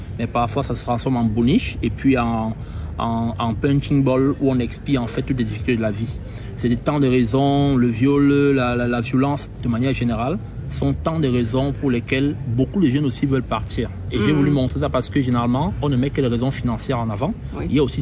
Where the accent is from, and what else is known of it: Cameroon